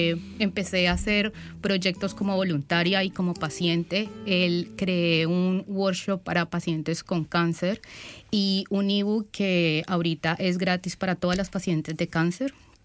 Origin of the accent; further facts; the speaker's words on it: Colombia; yo soy colombiana, soy la fundadora del Ala de Esperanza.